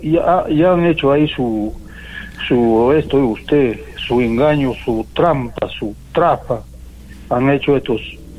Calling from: Arequipa, Peru; yo soy personero de JP en un pueblito bien lejano acá de Cayoma.

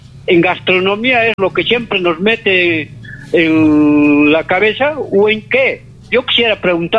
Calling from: Peru; nosotros como peruanos

